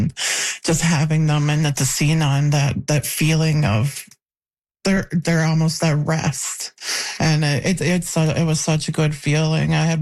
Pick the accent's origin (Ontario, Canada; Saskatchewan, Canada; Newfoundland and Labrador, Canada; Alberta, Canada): Newfoundland and Labrador, Canada; We're erased from Newfoundland curriculum. We're erased from public buildings. They tell the stories they want to tell, but this is our story. It was written, it was developed by Innu people, the way we see in it, the way we lived it